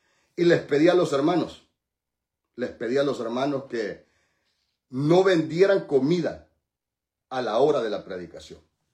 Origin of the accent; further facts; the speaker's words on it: El Salvador; now in Orange County, California, United States; Soy de en medio de Chilcuyo y Cujucuyo. No me avergüenzo decirlo. De ahí vengo. Pero ahorita estamos ubicados en el condado de Orange, California.